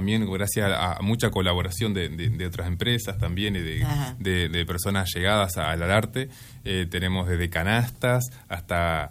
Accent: Ansina, Tacuarembó, Uruguay; also born or lived in Montevideo; now in Colonia, Uruguay; somos los dos de Tacuarembó

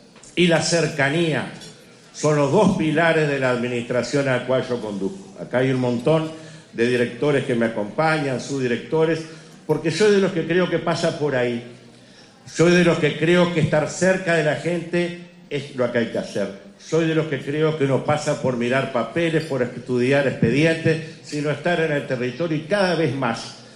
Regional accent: Carmelo, Colonia, Uruguay; Nosotros somos de Carmelo.

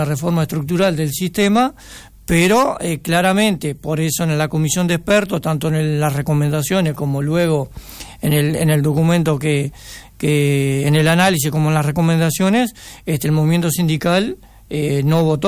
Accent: Soriano, Uruguay; Yo soy de Soriano y siempre pongo los mismos ejemplos. Yo soy de Soriano.

